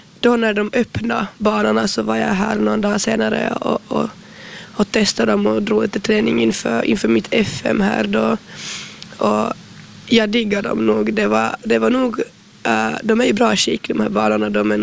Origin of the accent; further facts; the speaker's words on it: Ekenäs, Uusimaa, Finland; Jag är från Ekenäs